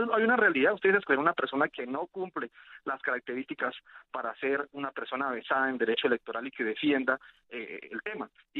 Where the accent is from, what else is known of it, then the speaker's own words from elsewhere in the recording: Boyacá, Colombia; Claro, yo puedo decirle básicamente que yo soy de Boyacá